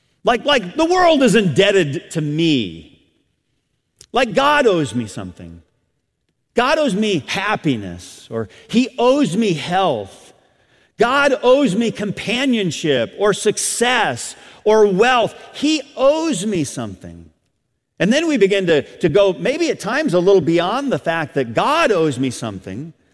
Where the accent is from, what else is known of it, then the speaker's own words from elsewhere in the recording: the North, United States; moved away; Now, I grew up in the North, okay, where we speak much more proper English, okay?